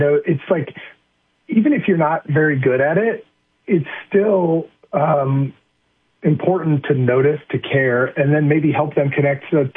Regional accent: Midwest, United States; I'm a Midwesterner and, you know, we tend to think that it's not our business

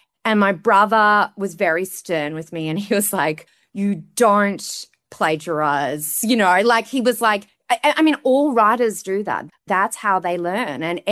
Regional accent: Ireland; now in Australia; So I think while I see myself as Irish Australian, I definitely think my national character comes through more as an Irish person.

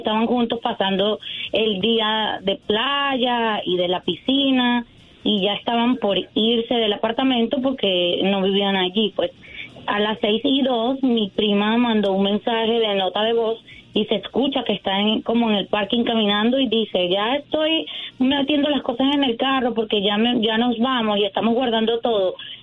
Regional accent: Venezuela; moved away

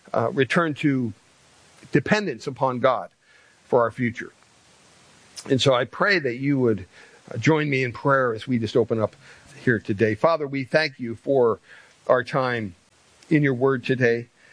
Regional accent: Pennsylvania, United States; born there; my home state, Pennsylvania

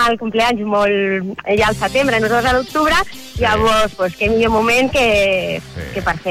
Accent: Vilanova del Vallès, Catalonia, Spain; Jo, de Vilanova del Vallès.

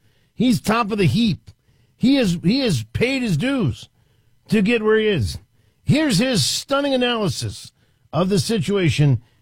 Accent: Washington, District of Columbia, United States; I grew up in Washington, D.C.

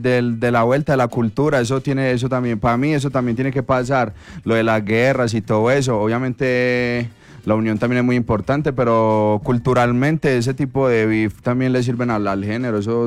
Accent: Medellín, Antioquia, Colombia; la gente sabe que somos de Medellín, que venimos con unos códigos de Medellín, una jerga de Medellín y que es lo que somos.

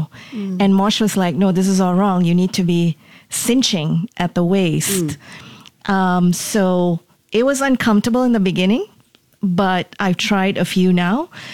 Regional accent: India; because I'm a colored woman, I'm Indian, right?

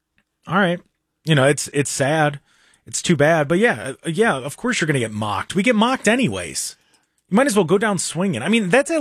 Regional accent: Cleveland, Ohio, United States; we wear the fact that we're from Ohio and that we're from Cleveland. We wear it proudly.

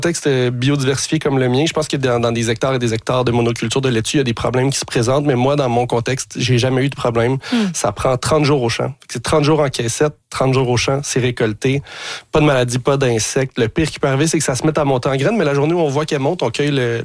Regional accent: Montreal, Quebec, Canada; je ne suis pas du tout quelqu'un de la campagne. J'ai grandi à Ville-Saint-Laurent, Montréal.

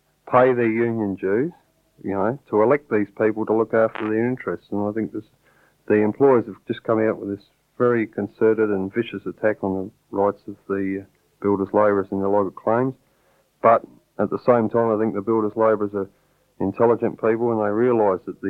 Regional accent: South Australia, Australia

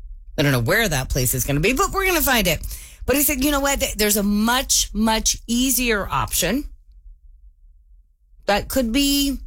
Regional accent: Kansas City, Missouri, United States; moved away; also born or lived in Florida; I moved here from Florida a couple years ago, back to my hometown of Kansas City.

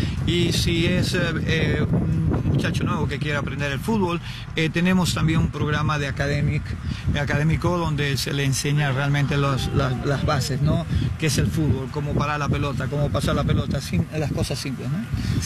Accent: Santa Cruz, Bolivia; Yo soy de Santa Cruz, Bolivia.

